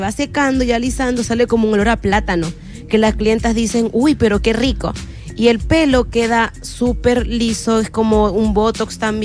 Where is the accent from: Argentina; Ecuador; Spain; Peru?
Ecuador; now in Rancagua, Chile; Somos las tres ecuatorianas.